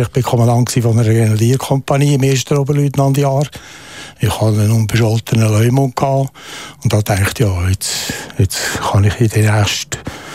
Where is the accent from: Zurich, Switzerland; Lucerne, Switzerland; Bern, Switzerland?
Lucerne, Switzerland; Ich bitte Sie, ich komme aus dem Kanton Luzern. Ich bin ein Luzerner Liberale.